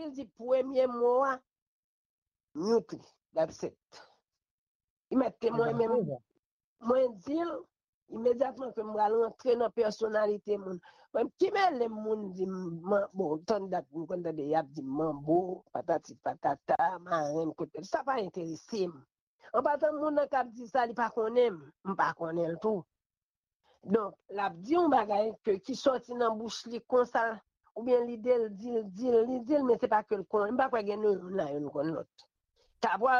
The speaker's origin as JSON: {"language": "French", "country": "Haiti", "said": "je voulais nous être ensemble en tant qu'Haïtien"}